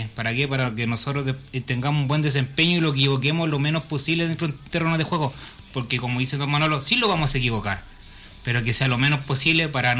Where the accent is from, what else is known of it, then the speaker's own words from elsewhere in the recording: Curicó, Maule, Chile; Yo soy de Curicó.